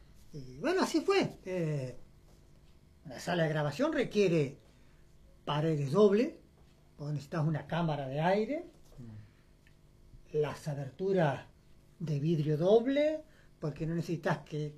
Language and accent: Spanish; Paraná, Entre Ríos, Argentina; nacido acá en Paraná.